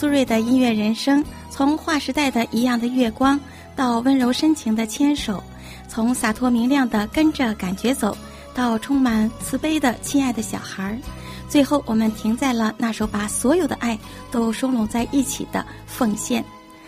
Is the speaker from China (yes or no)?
yes; China; 我们中国人随着年龄的增长越来越内敛，越来越含蓄